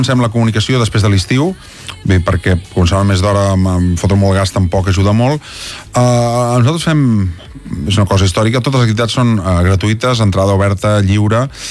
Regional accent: Granollers, Catalonia, Spain; jo soc de Granollers, i per tant em quedava molt a prop

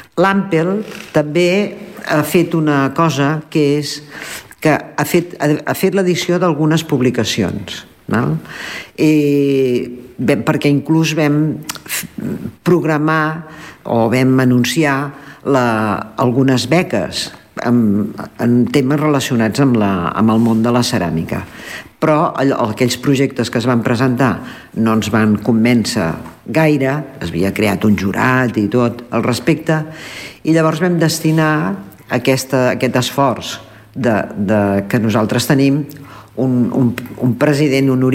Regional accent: Esplugues de Llobregat, Catalonia, Spain; gent que som d'Esplugues

